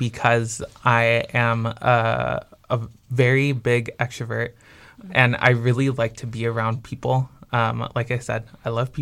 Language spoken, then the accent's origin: English; South Bay, Los Angeles, California, United States; moved away as an adult; now in Chicago, United States; I'm from the South Bay.